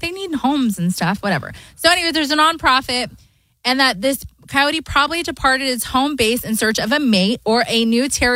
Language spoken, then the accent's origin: English; California, United States; Yeah, I'm not from NorCal. So I'm okay that I don't need to say that I'm from NorCal. I'm from SoCal, thank God.